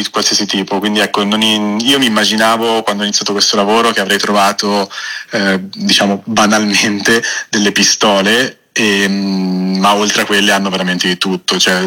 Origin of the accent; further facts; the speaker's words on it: Castiglion Fiorentino, Tuscany, Italy; Castiglion Fiorentino, che è il paesello dove sono nato e cresciuto in Toscana